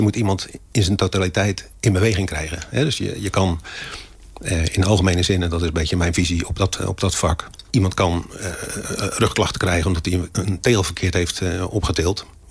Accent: Heusden, North Brabant, Netherlands; born there; moved away; also born or lived in Rozenburg; Geboren in Heusden, in Brabant. Daar zijn we, omdat mijn vader bij Verholmen werkte, dus een scheepsvaartbedrijf, gingen we uit Brabant naar hier naar Rotterdam, naar Rozenburg.

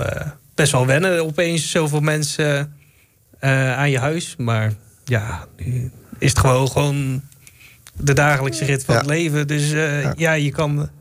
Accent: Nieuwe-Tonge, South Holland, Netherlands; born there; moved away as an adult; now in Sommelsdijk, Netherlands; Ik ben ook geboren in Nieuwe Tongen, toen de tijd nog op de Molendijk. En nu woon ik sinds een jaar of 4 geleden in Sommelsdijk.

